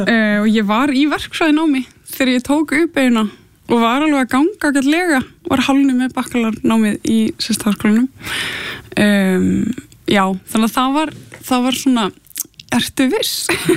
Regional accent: Gothenburg, Västra Götaland County, Sweden; born or raised there

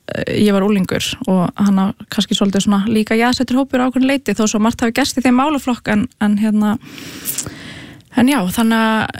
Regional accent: Reykjavík, Capital Region, Iceland; Herra, ég ólst upp í Breiðholti og var í Hólabrekkskóla og flutti hana í hérna Gaggó í Fossvogin

